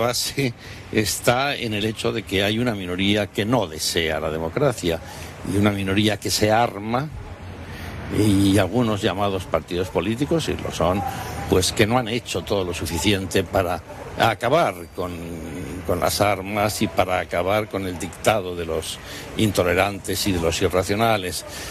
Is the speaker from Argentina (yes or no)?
no; Bilbao, Basque Country, Spain; moved away; also born or lived in Salamanca; yo nací en Bilbao. Me siento muy bilbaíno, amo a mi ciudad, modelo de ciudad liberal en la historia.